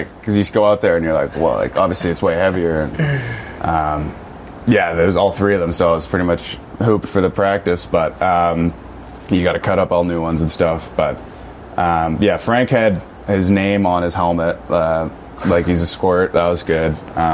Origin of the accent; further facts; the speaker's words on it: Carp, Ontario, Canada; I'm Carp. No, I'm from Carp. Nobody knows Carp, though.